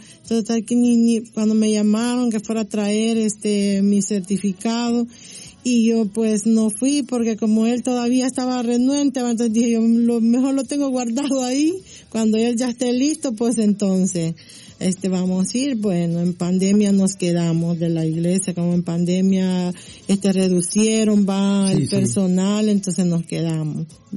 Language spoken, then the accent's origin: Spanish; El Salvador; Pues ya, yo soy del Salvador y pues nos conocimos con mi esposo allá y nos conocimos aquí.